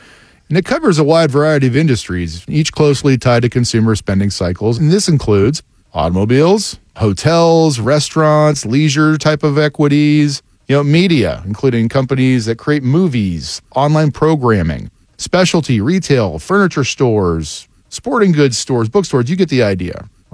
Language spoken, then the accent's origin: English; Florida, United States; I'm from South Florida.